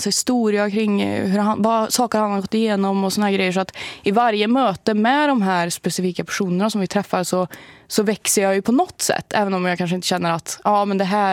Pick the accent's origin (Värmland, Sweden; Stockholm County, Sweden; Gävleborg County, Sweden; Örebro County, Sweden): Värmland, Sweden; jag är från Värmland liksom, så då kan jag bre på det lite grann.